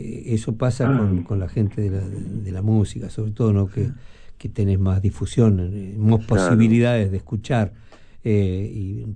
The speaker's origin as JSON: {"language": "Spanish", "country": "Uruguay"}